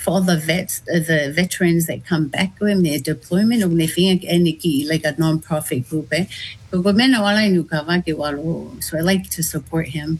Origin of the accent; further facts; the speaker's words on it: Tonga; I always love to share with my soldiers, like, oh, I'm from Tonga